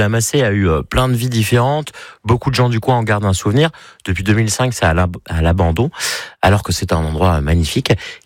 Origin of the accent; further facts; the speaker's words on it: Brittany, France; qui a lieu chez nous en Bretagne